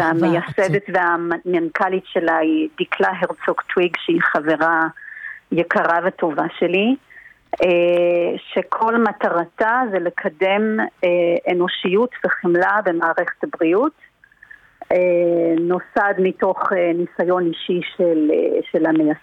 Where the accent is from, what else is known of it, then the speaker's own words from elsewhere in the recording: South Africa; now in Israel; אני לא גדלתי בארץ, גדלתי בדרום אפריקה